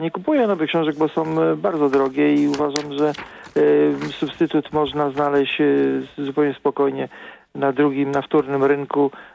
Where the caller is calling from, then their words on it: Warsaw, Masovian Voivodeship, Poland; Ja z Warszawy jestem